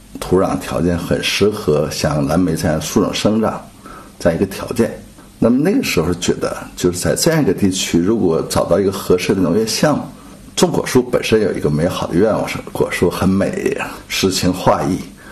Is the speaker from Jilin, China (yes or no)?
yes; Jingyu, Jilin, China; 我出生在吉林省靖宇县，是一个英雄县，当地是一个高寒山区